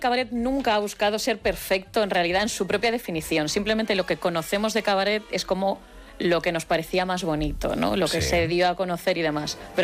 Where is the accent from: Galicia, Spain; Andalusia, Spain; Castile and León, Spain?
Galicia, Spain; Vigo; yo soy de Vigo, cuando vuelvo a Vigo, sí que noto, pues otra vez